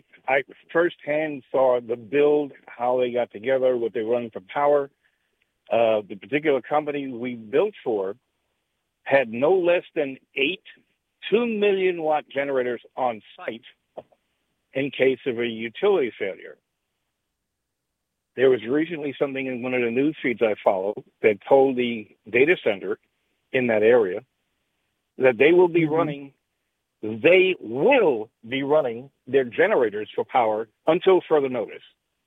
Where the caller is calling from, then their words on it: Clinton, Maryland, United States; I live in Clinton, Maryland.